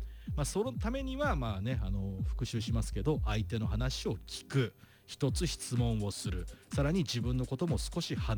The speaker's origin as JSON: {"language": "Japanese", "region": "Tochigi", "country": "Japan", "tie": "born or raised there", "moved": "yes", "said": "僕もね、あの栃木なんですよって。"}